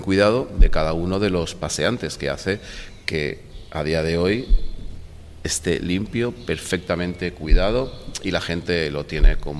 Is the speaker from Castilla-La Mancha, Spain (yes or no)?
no; Benidorm, Valencian Community, Spain; Mira, yo vengo, soy nacido en Benidorm y me he criado en la playa de Benidorm y su arena